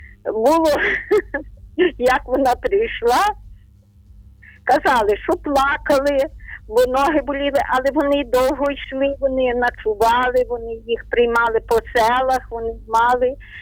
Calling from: Ternopil Oblast, Ukraine; Я з Тернопільщини

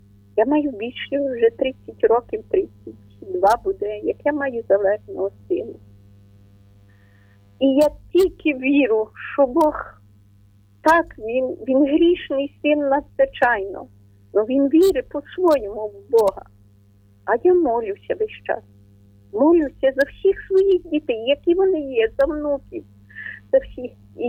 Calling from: Ternopil Oblast, Ukraine; ми з України. Тернопільська віра.

